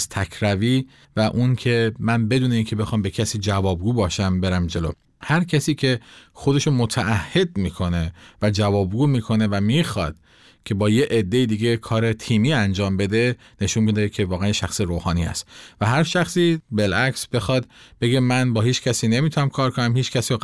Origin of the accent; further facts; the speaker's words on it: Iran; همه میگیم ما ایرانی هستیم